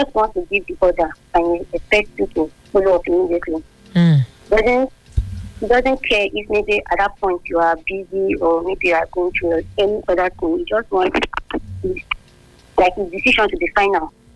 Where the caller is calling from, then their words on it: Abuja, Federal Capital Territory, Nigeria; From Abuja.